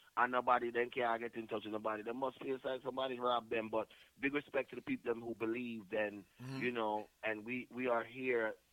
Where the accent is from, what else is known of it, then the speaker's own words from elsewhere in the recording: New York, United States; We come from New York and we grew up to beat the system.